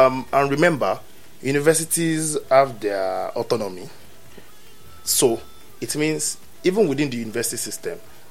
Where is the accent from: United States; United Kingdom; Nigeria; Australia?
Nigeria; as a Nigerian who to some extent is policy inclined.